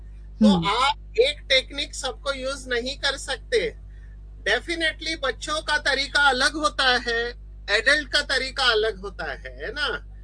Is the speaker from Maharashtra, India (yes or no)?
yes; Maharashtra, India; now in Mumbai, India; हमारे महाराष्ट्र में, अभी मैं मुंबई से हूँ